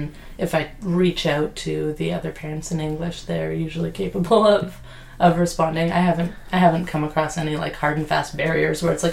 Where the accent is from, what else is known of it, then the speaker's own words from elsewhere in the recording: Canada; You know, through my life as a Canadian, reading things in French all my life, and now through having my kids in French school for I think 5 years now